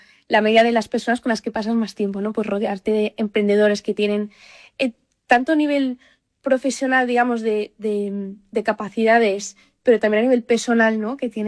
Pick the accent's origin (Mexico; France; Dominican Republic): France; Paris, Île-de-France; moved away as an adult; now in Barcelona, Spain; yo me crié en París con mis padres, y ya volví con 18 años a Barcelona.